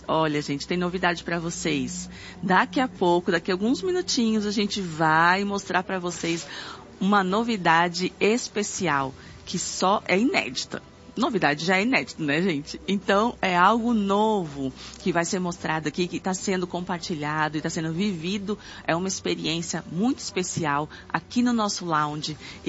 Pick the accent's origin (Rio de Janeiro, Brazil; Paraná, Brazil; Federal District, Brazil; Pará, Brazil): Rio de Janeiro, Brazil; Sou do Rio de Janeiro